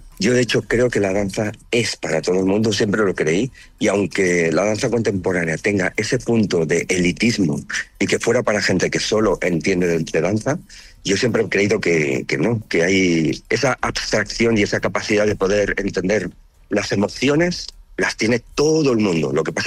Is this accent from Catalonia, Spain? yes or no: yes; Tortosa, Catalonia, Spain; born there; Yo como ciudadano que nací aquí en Tortosa, todo esto empezó en el 2004.